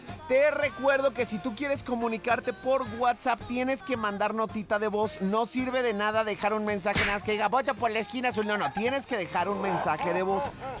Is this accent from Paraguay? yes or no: no; Argentina; En la esquina roja, como vengo de Argentina... ¡Ay, ya! ¡Cálmate! Y como nací en el 82... ¡Ay, ya! ¡Cálmate! Pues voy a meter una banda argentina formada en el 82.